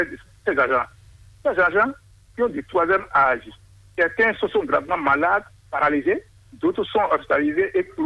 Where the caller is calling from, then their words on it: Atlantique, Benin; Je vous appelle depuis Womé.